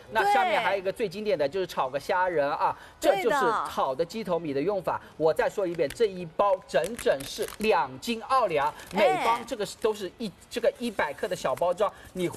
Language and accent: Chinese; Suzhou, Jiangsu, China; 因为我是苏州人，我肯定卖苏州的货，一定要宣传，好好宣传家里家乡的东西。